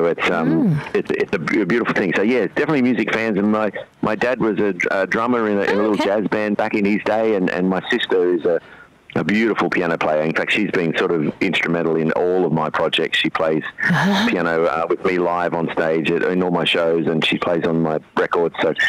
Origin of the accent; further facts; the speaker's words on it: Wagga Wagga, New South Wales, Australia; growing up in Wagga, anything that came to town at the local theatre, mum and dad would buy tickets to it.